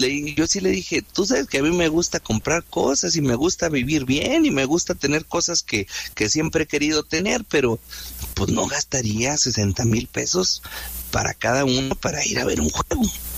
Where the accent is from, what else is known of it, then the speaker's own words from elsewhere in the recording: Mexico; primero somos mexicanos, primero somos humanos